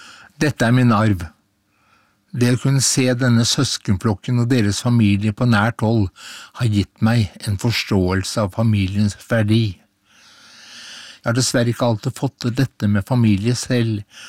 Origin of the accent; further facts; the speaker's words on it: Horten, Vestfold, Norway; Jeg vokste opp på Linden Gartneri på Horten, denne fine lille hagebyperlen som nå kulturhovedstaden I Vestfold. Solkysten på Østlandet.